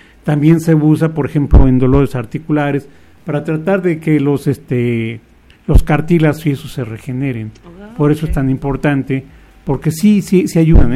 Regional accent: Mexico City, Mexico; now in Apizaco, Mexico; No, soy de la Ciudad de México, nada más. Okay. Que tengo aquí trabajando 48 años.

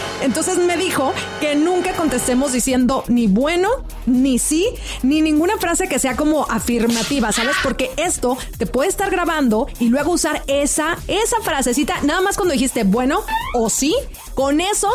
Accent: Mexico; como buen latino mexicano

